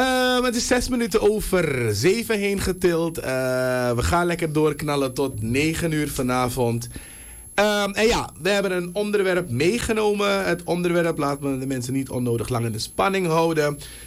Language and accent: Dutch; Suriname; Thuis opgroeien als kind in Suriname. Er werd niet heel veel Sranantongo tegen ons gesproken.